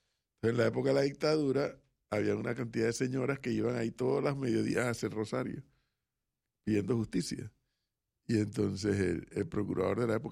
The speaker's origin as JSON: {"language": "Spanish", "town": "Panama City", "region": "Panamá", "country": "Panama", "tie": "born there", "said": "toda mi adolescencia, yo la hice en la Vía Argentina."}